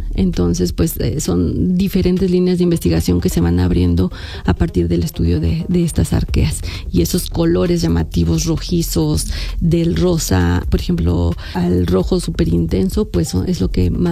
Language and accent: Spanish; Hidalgo, Mexico; also born or lived in Guadalajara, Jalisco; orgullosamente soy hidalguense y me formé aquí como ingeniera en alimentos